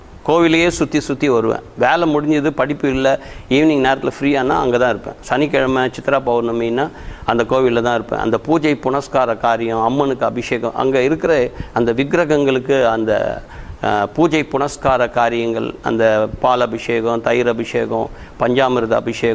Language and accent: Tamil; Chennai, Tamil Nadu, India; born or raised there